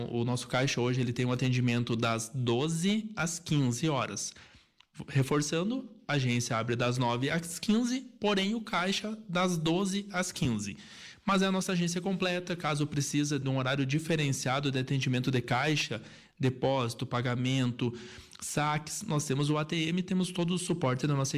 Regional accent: Soledade, Rio Grande do Sul, Brazil; sou natural de Soledade, morador de Soledade

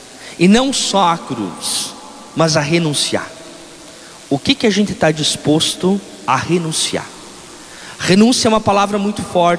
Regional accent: Santa Catarina, Brazil; Eu venho de longe, venho de Santa Catarina, primeira vez que estou visitando essa cidade e também essa igreja aqui.

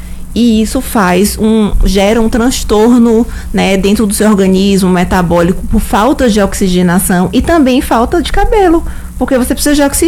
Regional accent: Bahia, Brazil; eu sou do interior da Bahia, lá tinha uma academia. Hoje tem mais de 50 academias numa cidade pequena.

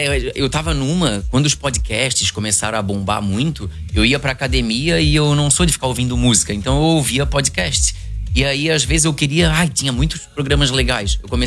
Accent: São Paulo, Brazil; accent: peixeiro; eu falo rápido com esse meu sotaque peixeiro.

